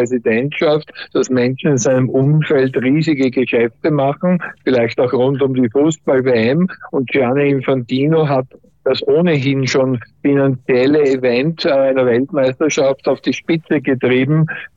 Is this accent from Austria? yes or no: yes; Austria; Einerseits als Österreicher auf die Spiele der Österreicher und zweitens bin ich Spanien-Fan